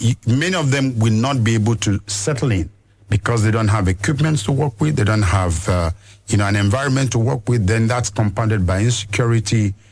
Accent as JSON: {"language": "English", "region": "Lagos", "country": "Nigeria", "tie": "born or raised there", "said": "I saw the first doctor in my life in Ajegunle, where I grew up in Lagos."}